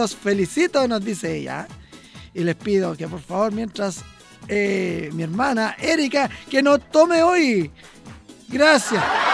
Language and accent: Spanish; Coronel, Biobío, Chile; born there; Nos vamos a Coronel, ¿eh? A Coronel, mi tierra natal.